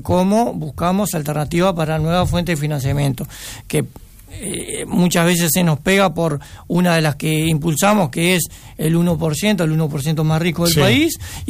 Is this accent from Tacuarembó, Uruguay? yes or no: no; Soriano, Uruguay; Yo soy de Soriano y siempre pongo los mismos ejemplos. Yo soy de Soriano.